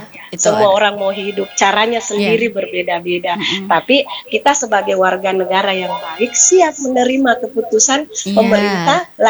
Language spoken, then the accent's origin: Indonesian; Makassar, South Sulawesi, Indonesia; Apa itu kita orang Makassar pace nyawa tancini Ki.